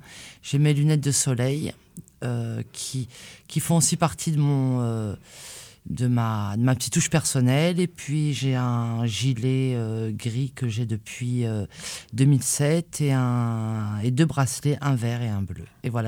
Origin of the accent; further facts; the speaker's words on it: Algeria; moved away as an adult; je suis née en Algérie, que j'ai vécu jusqu'à l'âge de 19 ans